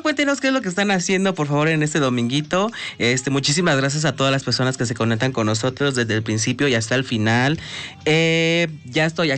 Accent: Mexico; accent: cantadito

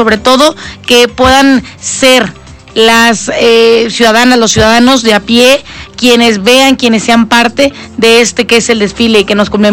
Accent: Puebla, Mexico; No hay nada que yo presuma más como el ser poblana

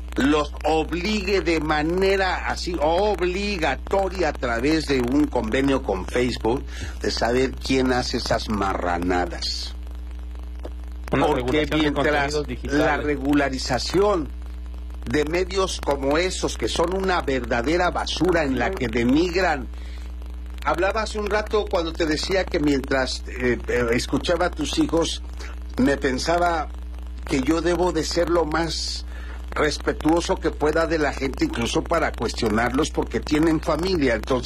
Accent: Guerrero, Mexico; porque soy guerrerense

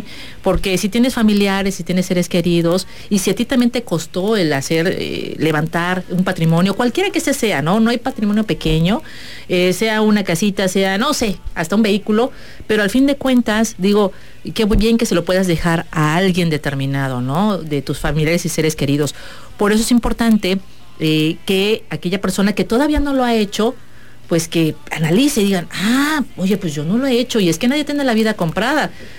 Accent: Mexico

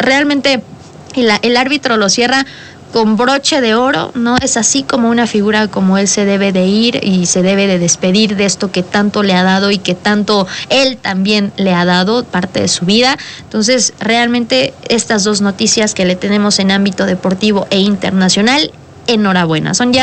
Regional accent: Puebla, Mexico; las diferentes zonas que ya como poblanos al menos conocemos

